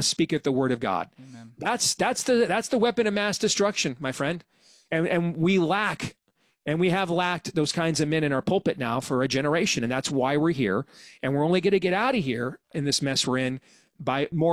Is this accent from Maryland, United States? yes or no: no; Iowa, United States; my home state of Iowa